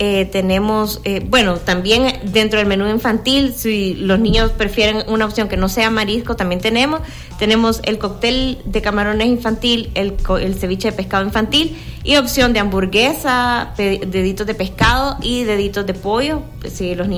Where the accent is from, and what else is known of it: El Salvador